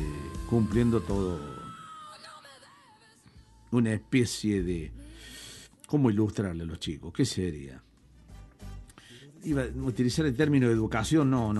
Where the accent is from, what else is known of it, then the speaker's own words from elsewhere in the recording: Argentina; como somos los argentinos, que no se bancan los chistes